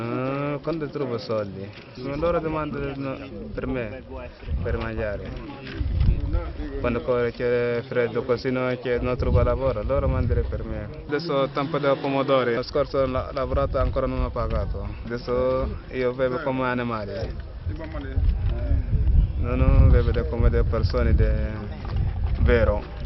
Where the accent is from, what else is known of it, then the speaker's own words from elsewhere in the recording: Libya; Italian is a second language; moved away as an adult; Allora, io vengo da Libia. In Libia io ho fatto militare.